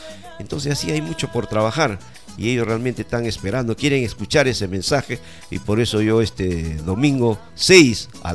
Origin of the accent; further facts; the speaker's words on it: Mazamari, Junín, Peru; soy masamarino, nací, crecí acá, mis hijos también nacieron acá y son masamarinos